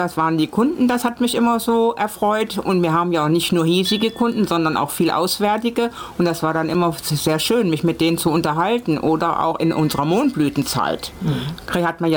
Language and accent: German; Rhineland, Germany; now in Germerode, Germany; ich bin nicht von hier, von Germerode. Ich bin aus dem Rheinland und bin durch meinen Mann hierher gekommen.